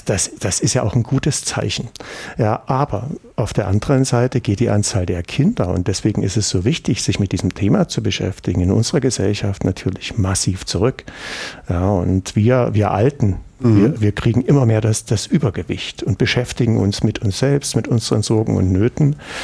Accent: East Germany, Germany; ich bin ja auch hier im Osten groß geworden.

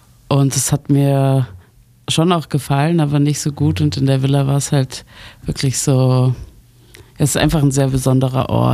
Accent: Trier, Rhineland-Palatinate, Germany; now in Leipzig, Germany; ich bin in Trier geboren und aufgewachsen. Und habe da meine Tage verbracht

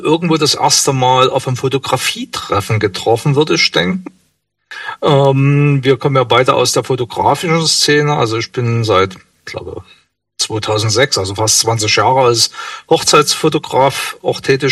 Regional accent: Saxony, Germany

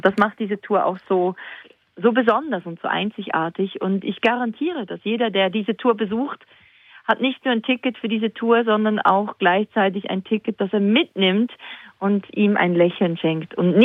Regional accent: Switzerland; Ja, klar. Die Schweiz ist meine Heimat. Die Schweiz sind meine Wurzeln. Und bis heute ist es natürlich die Energie, die ich habe, tanke ich auch immer wieder in der Schweiz.

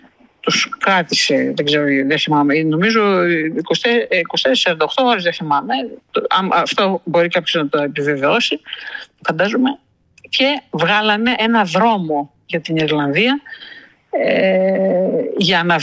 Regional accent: Greece; now in Ireland; εγώ αισθάνθηκα ως Ελληνίδα εκτός Ελλάδας

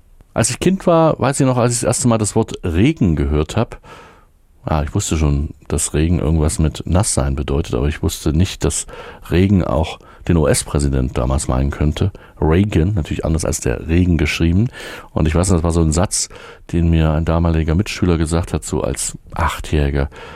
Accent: Erfurt, Thuringia, Germany; als Erfurter in der DDR haben wir zumindest auch Westfernsehen geschaut, wie viele andere

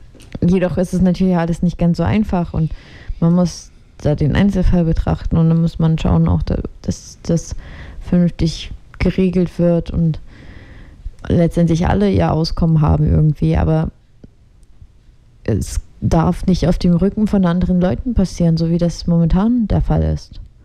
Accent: Ukraine; moved away; denn ich bin aus der Ukraine

